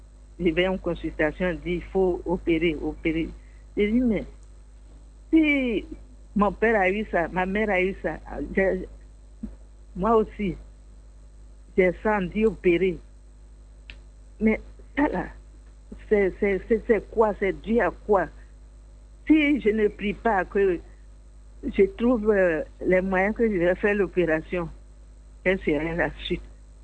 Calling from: Côte d’Ivoire; Sur la route de Bassam, là, Meko, un nouveau quartier.

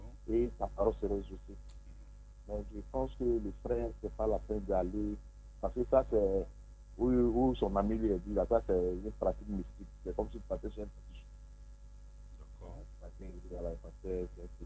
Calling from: Abidjan, Côte d’Ivoire; De Gonzague Port-Bouët.

